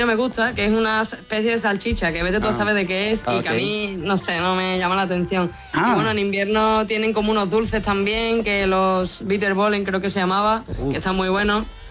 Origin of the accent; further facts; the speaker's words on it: Mairena del Alcor, Andalusia, Spain; now in Rotterdam, Netherlands; Sí, sí. De Sevilla, bueno, de Mairena del Alcor.